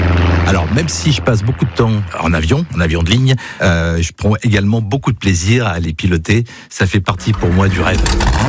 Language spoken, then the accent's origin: French; Sedan, Grand Est, France; also born or lived in Antony, Hauts-de-Seine; now in Le Mans, France; j'ai 57 ans. Je suis né à Antony, dans les Hauts-de-Seine. J'ai grandi à Sedan, dans les Ardennes, et j'habite Le Mans depuis 2004.